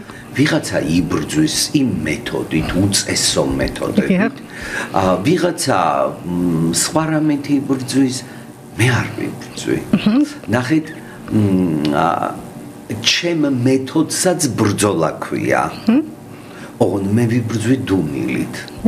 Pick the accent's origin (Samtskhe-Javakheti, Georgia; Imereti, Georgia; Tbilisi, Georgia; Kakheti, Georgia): Imereti, Georgia; Chiatura; moved away; მე გავიზარდე და დავიბადე ჭიათურაში.